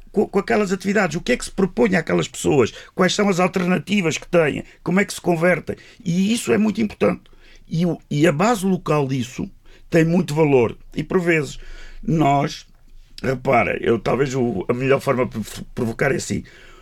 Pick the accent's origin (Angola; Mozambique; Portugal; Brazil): Portugal; Azores; born there; Eu dou o exemplo da minha terra sempre